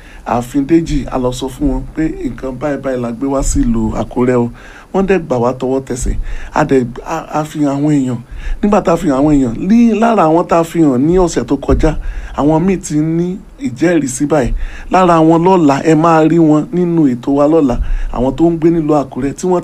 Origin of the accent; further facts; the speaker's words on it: Lagos, Nigeria; Mo wá láti mo jẹ́ ọmọ bíbí ilẹ̀ Yorùbá ṣùgbọ́n mo wá láti ìlú Èkó.